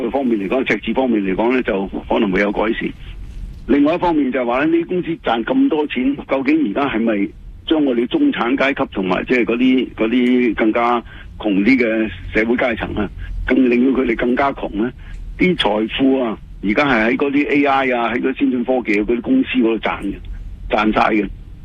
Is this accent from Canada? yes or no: yes; Canada; 我哋加拿大人